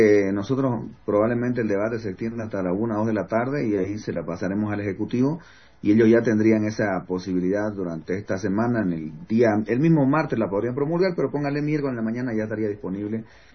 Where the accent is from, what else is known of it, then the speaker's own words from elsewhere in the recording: Bolivia; como bolivianos, como ciudadanos que estamos actualmente acá viviendo lo que está pasando en la ciudad de La Paz